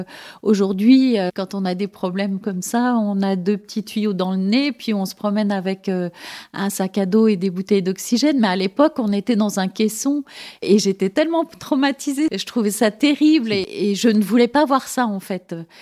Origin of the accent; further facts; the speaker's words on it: Nancy, Grand Est, France; Et donc, chaque année, chez moi à Nancy, il y avait le train des polios qui traversait toute la France